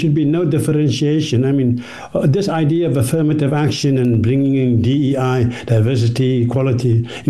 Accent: South Africa; moved away; I'm originally from South Africa. And what has happened there in South Africa is a classic example

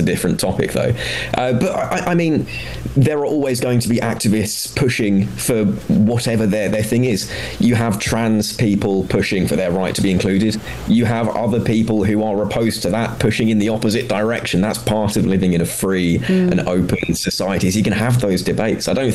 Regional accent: Basildon, East of England, United Kingdom; moved away; I'm from South Essex, from the mighty town of Basildon originally.

